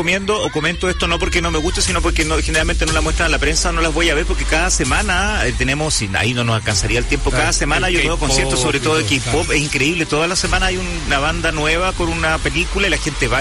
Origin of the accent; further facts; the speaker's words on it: Chile; porque justamente habla de cómo somos los chilenos respecto a esto.